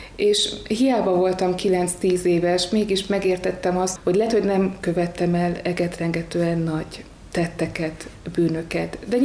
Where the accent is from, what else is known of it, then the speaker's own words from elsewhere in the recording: Vas County, Vas, Hungary; moved away as an adult; now in Sopron, Hungary; Vas megyéből származom, egy kicsin településről